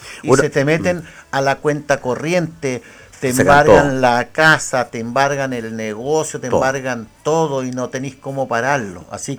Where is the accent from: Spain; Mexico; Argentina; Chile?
Chile; ya como chilenos estamos cabreados.